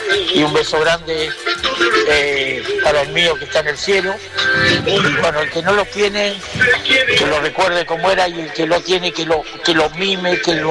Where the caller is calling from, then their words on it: Rufino, Santa Fe, Argentina; de Rufino.